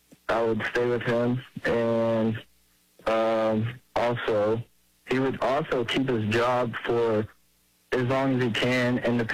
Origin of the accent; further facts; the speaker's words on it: Arkansas, United States; Well, I'm actually from Arkansas, but Dallas is the closest major city.